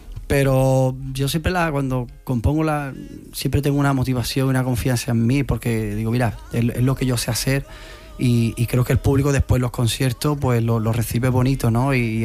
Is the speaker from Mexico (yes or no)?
no; Mairena, Andalusia, Spain; gente de mi pueblo, músicos de Mairena también